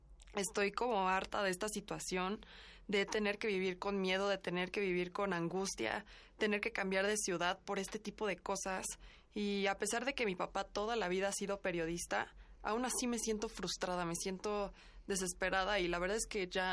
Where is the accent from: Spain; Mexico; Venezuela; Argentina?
Mexico; Puebla; soy periodista y soy de aquí de Puebla.